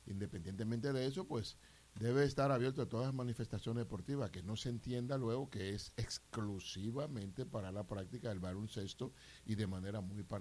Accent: La Romana, Dominican Republic; soy del Batey Brador.

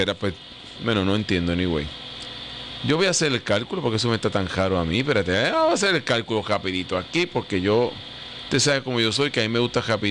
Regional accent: Puerto Rico; yo no quiero ver a mi pueblo, a mi país, a mi gente con necesidades de alimentación

